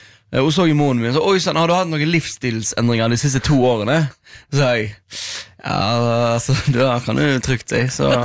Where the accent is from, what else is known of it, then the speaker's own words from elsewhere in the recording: Stord, Vestland, Norway; now in Oslo, Norway; Jeg var hjemme på Stord.